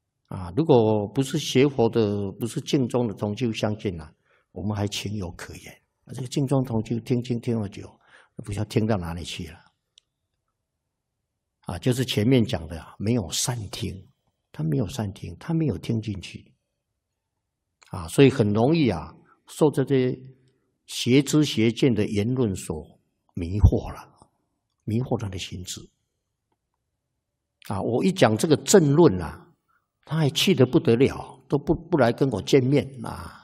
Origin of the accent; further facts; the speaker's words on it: Taiwan; 我们台湾人啊，都是很厚道的啊。